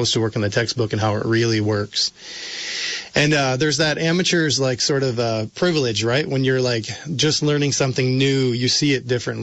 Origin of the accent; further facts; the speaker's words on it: New York, United States; If I'm honest, I grew up in New York State. You know, we had Regents exams.